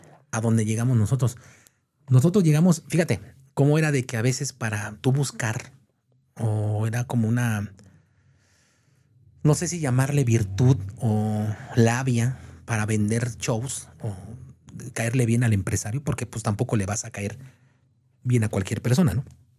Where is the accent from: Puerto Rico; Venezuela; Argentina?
Puerto Rico; Ustedes no son peruanos, ¿verdad? No, somos boricuas, ¿no?